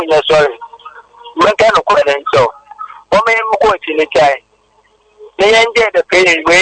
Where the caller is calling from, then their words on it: Takoradi, Western Region, Ghana; I'm from Tadi, so